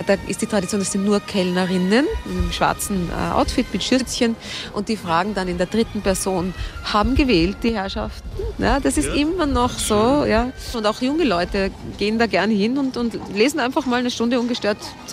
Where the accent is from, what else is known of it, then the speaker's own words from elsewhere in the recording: Vienna, Austria; als Wiener